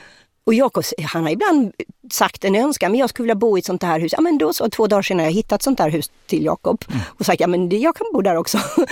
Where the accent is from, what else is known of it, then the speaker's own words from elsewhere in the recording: Sweden; moved away as an adult; jag kom ju då från Sverige